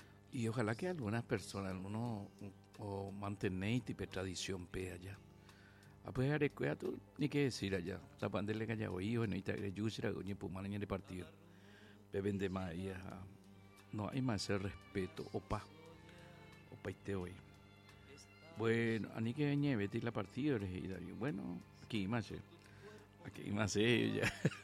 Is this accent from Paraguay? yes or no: yes; Paraguay; Somos un paraguayo sangre pura.